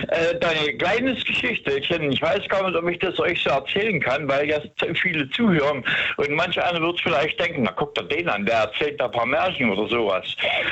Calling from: Hesse, Germany; Ich bin jetzt hier in Hessen. In Langenheist, das ist eine kleine Stadt bei Frankfurt.

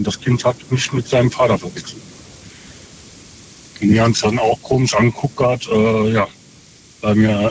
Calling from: Saarbrücken, Saarland, Germany; Saarbrücken

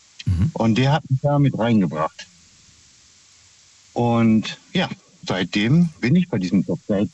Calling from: Minden, North Rhine-Westphalia, Germany

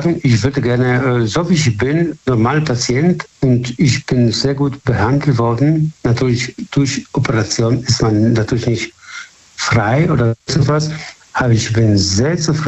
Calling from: Bad Godesberg, North Rhine-Westphalia, Germany; Bad Godesberg.

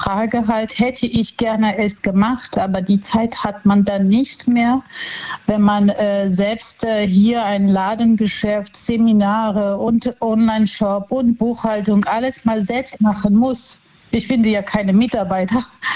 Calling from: Wissembourg, Grand Est, France; Ich bin in Wissenburg.

